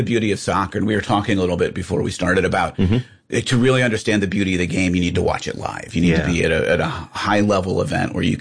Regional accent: Ohio, United States; I did, growing up in Northeastern Ohio, I played.

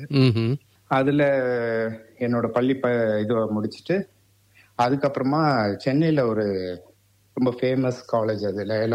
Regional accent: Chennai, Tamil Nadu, India; சென்னையிலதான், proper Chennai. அப்ப மெட்ராஸ் சொல்லுவாங்க, இப்ப சென்னை. அது சென்னை வந்து சென்னையில பிறந்து வளர்ந்தேன், படிச்சது சென்னை தான்.

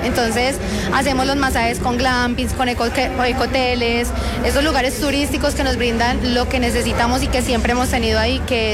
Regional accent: Caloto, Cauca, Colombia; now in Medellín, Colombia; También estoy llevando muchas personas a mi pueblo natal, a Caloto, Cauca.

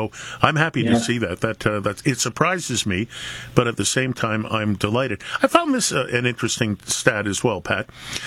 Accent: Toronto, Ontario, Canada; also born or lived in Western Canada; I'd say, I'm from Toronto.

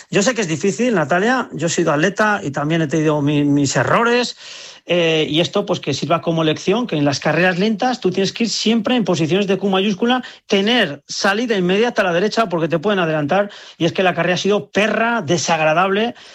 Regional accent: Aranda de Duero, Castile and León, Spain; tuvo una grave lesión, además en mi pueblo, en Aranda de Duero, en la milla

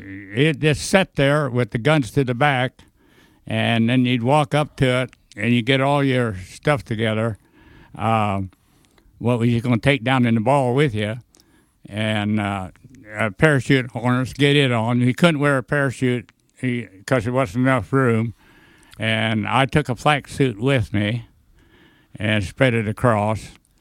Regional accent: Dalhart, Texas, United States; because I come from Dalhart, Texas, right through the wheat country.

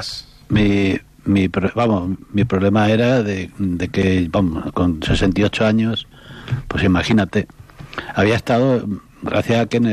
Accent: Morón de la Frontera, Andalusia, Spain; Yo soy de Sevilla, de Morón de la Frontera.

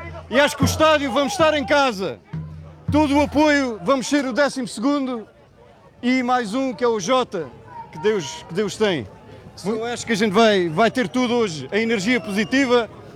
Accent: Grândola, Alentejo, Portugal; now in United States; Ora, somos New Jersey, mas eu sou do Alentejo, de Grândola.

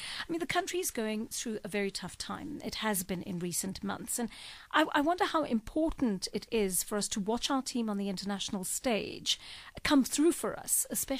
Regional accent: South Africa; it may have to do with just the spirit of being South African. What is that? And what are we portray on the world stage?

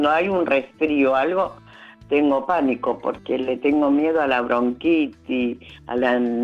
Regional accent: Buenos Aires, Argentina; also born or lived in Puerto Tirol, Chaco, Argentina; Y me trajo a Buenos Aires, y me crié acá en Buenos Aires.

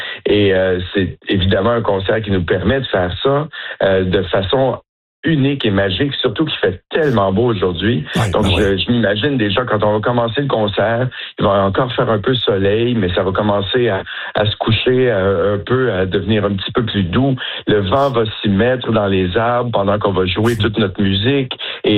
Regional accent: Montreal, Quebec, Canada; Et je suis pas sûr qu'on le réalise tout le temps en tant que Montréalais

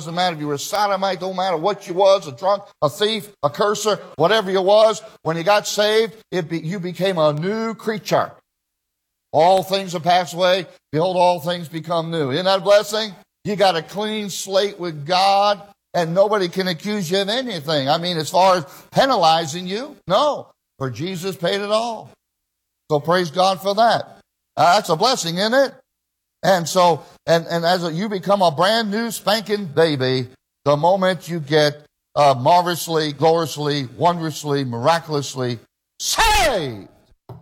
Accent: Israel; Now, when I was in Israel, I grew up in Israel, all my young life

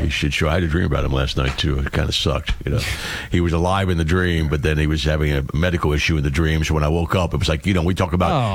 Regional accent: United States; as an American point of view

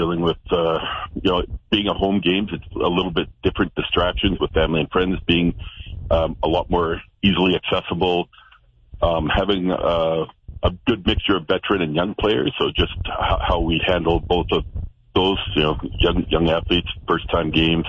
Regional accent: Winnipeg, Manitoba, Canada; I'm from Winnipeg, so I work with Basketball Manitoba there

